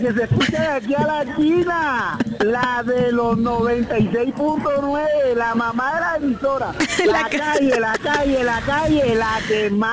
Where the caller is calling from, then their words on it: Caribbean coast, Colombia; Es la sabrosura de un costeño, mamá. Aquí donde sea los costeños somos así.